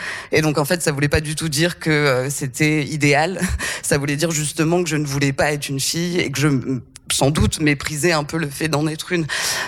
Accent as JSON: {"language": "French", "town": "Châtel-Guyon", "region": "Auvergne-Rhône-Alpes", "country": "France", "tie": "born or raised there", "said": "Moi, j'ai grandi en Auvergne, dans une petite ville qui s'appelle Châtel-Guyon, avec mon grand frère et ma mère, qui était institutrice en maternelle."}